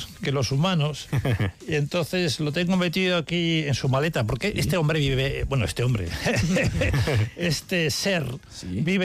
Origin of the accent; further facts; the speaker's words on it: Bilbao, Basque Country, Spain; now in San Sebastián, Spain; mi familia y yo también éramos o somos de Bilbao, éramos de Bilbao, vivo aquí en Donosti, pero toda mi familia es de allí.